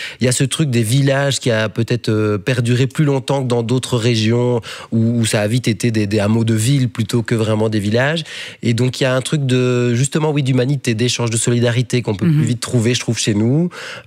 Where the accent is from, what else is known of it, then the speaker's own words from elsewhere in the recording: Bastogne, Wallonia, Belgium; Je suis luxembourgeois, je suis bastonien luxembourgeois, puis belge. Je me ressens pas wallon, ça c'est étrange.